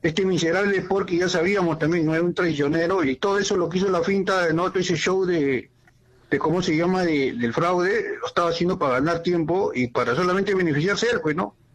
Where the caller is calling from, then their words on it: Lima, Peru; acá de Lima.